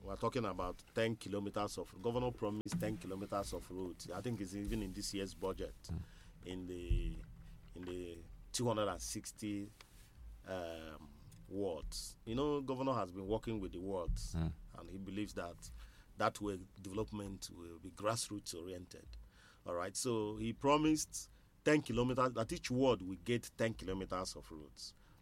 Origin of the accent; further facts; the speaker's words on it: Nsukka, Enugu State, Nigeria; I am from Nsukka